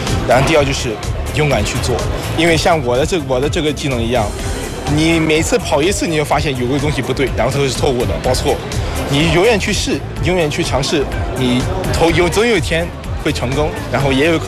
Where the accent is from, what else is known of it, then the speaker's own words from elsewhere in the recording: Singapore; 我是来自新加坡选手，